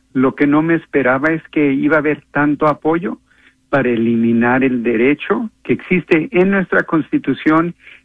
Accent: Los Angeles, California, United States; born there; Yo beneficié de la 14 enmienda cuando yo nací en Los Ángeles. Mis padres de México no tenían documentos y yo soy parte de esa tradición de generaciones y generaciones de americanos que han recibido su ciudadanía

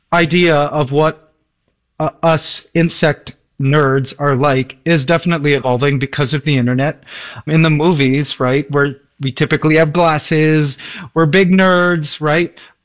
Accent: Canada; now in Philippines; I am a Canadian that grew up and was born in Canada, but is currently living in the Philippines.

